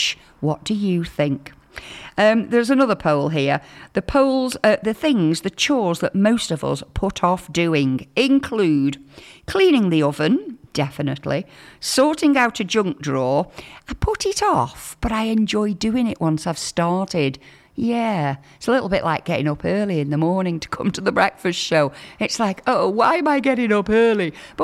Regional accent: Wigan, North West England, United Kingdom; we're both from Wigan.

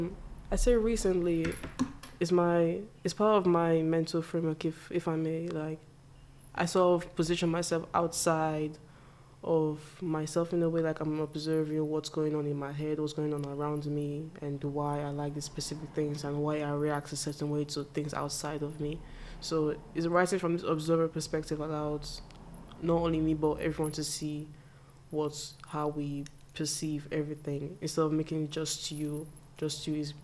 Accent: Nigeria; now in United Kingdom; when I was raised in Nigeria

